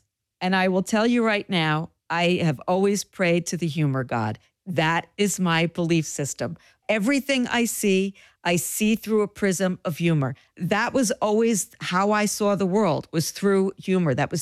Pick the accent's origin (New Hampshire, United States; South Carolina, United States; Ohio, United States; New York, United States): New York, United States; Mount Vernon; I grew up in Mount Vernon, New York